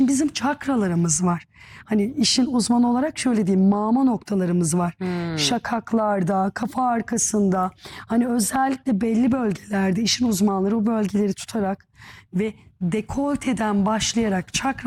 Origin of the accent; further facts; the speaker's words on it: Manisa, Turkey; Bir Manisalı olarak söyleyeyim.